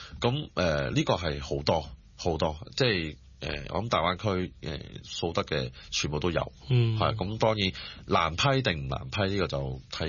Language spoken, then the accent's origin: Cantonese; Hong Kong; 因為喺香港，譬如咁我喺香港，我喺香港長大啦，咁我最熟悉喺香港